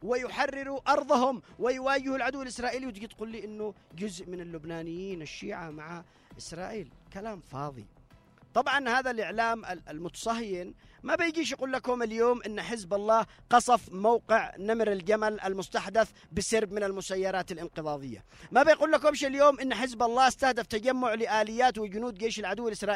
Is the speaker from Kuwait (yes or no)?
no; Yemen